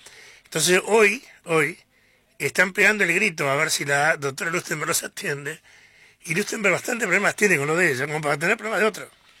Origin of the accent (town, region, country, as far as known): Uruguay